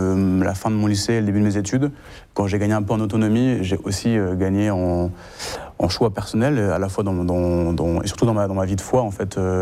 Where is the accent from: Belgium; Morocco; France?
France; Vichy, Auvergne-Rhône-Alpes; Moi, je suis né en Auvergne, dans l'Allier, et j'ai grandi dans l'Allier aussi, entre Clermont et Moulins, à Vichy. J'ai grandi dans une famille chrétienne, une famille catholique, avec un parcours tout à fait classique. J'ai grandi plutôt dans le milieu tradi